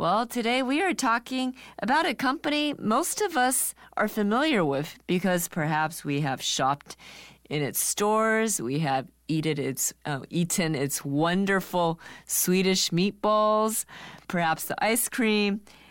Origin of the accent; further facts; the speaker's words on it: Canada; we're all Canadian team today.